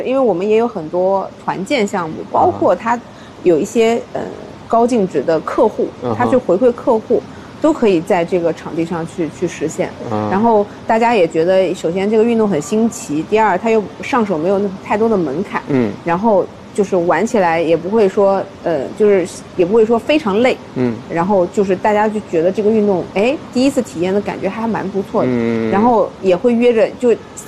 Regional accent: China; 它其实非常适合我们中国人体质的，

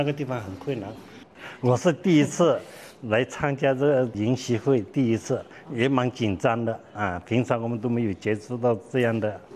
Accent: Chiang Rai, Thailand; 我来自泰国北部青来

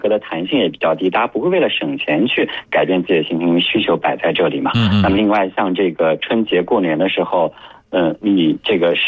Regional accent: China; 我们中国人

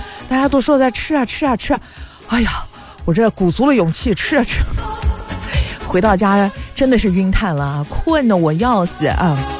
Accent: Nanjing, Jiangsu, China; 就是在我们城南的这个街头巷尾啊，这一看，哎呀，我说这不是我小的时候长大的地方吗？就差不多就是在那个罗廊巷那个附近啊

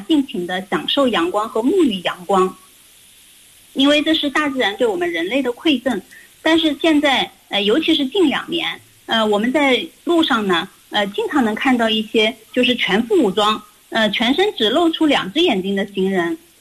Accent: China; 我们中国人呢对白皮肤呢是喜欢了几千年

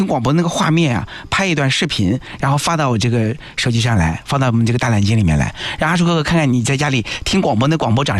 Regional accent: Hefei, Anhui, China; 我们老家在安徽合肥，你看吧，合肥旁边的一个灿烂子头啊，在一个村落里面

